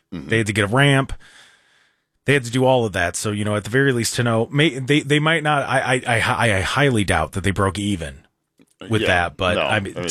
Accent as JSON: {"language": "English", "town": "Cleveland", "region": "Ohio", "country": "United States"}